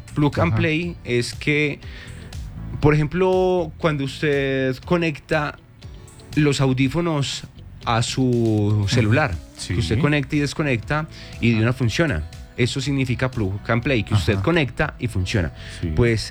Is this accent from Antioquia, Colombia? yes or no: no; Manizales, Caldas, Colombia; los que somos de Manizales y Manizales y Villa María